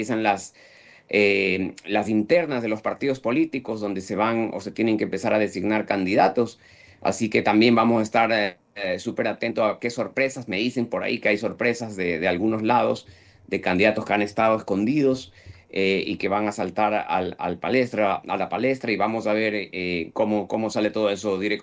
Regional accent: Argentina; Para mí, que soy también argentino

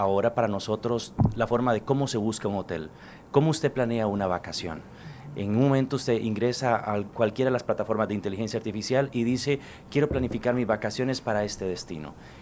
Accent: Costa Rica; soy costarricense.

